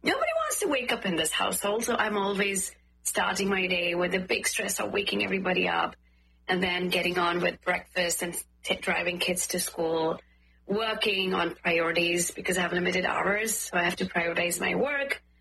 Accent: Uttarakhand, India; English is a second language; So I'm from North India. I'm from Uttarakhand. Uttarakhand is a beautiful state right next to Nepal, where we can see the whole Himalayan range.

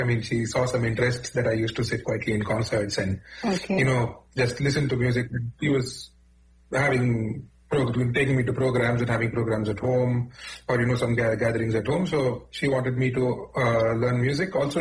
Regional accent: Mumbai, Maharashtra, India; now in Chennai, India; I grew up and I was born and raised in Mumbai.

